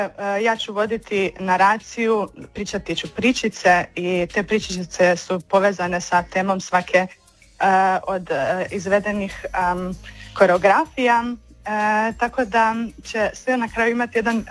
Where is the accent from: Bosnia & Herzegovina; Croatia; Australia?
Croatia; Pula, Istria County; mi smo svi zapravo iz Pule